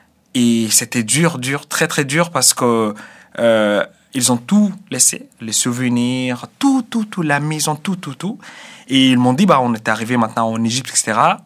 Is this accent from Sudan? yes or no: yes; Sudan; now in France; pour moi, le Soudan et la France, les deux sont mon pays. Et j'aimerais bien, au moins, parce que depuis maintenant 2 ans que j'habite en France